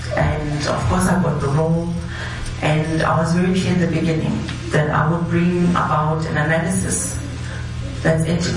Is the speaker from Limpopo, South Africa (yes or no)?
no; Free State, South Africa; now in Johannesburg, South Africa; I still live in Johannesburg in South Africa, but my hometown is a village in Free State province called Qaqa, and that's where my family was living and is still living under the segregated apartheid racial laws of South Africa.